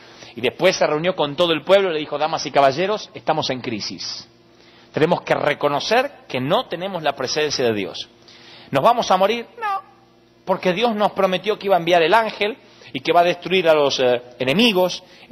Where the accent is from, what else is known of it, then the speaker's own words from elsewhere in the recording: Argentina; pero no queríamos reconocer como buenos argentinos, pedantes y orgullosos, de que necesitábamos tener algo diferente.